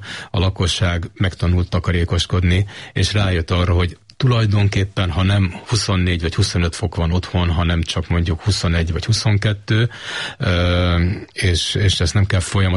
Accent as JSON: {"language": "Hungarian", "country": "Hungary"}